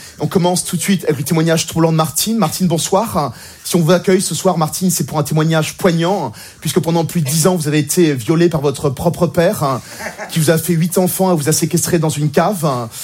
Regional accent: La Courneuve, Île-de-France, France; born or raised there

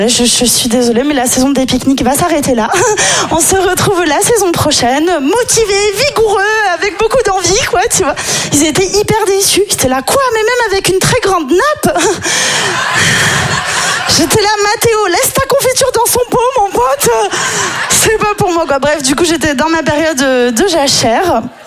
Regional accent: Nice, Provence-Alpes-Côte d'Azur, France; moi, je suis niçoise

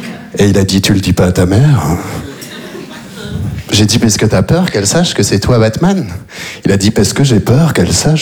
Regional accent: Belgium; born or raised there

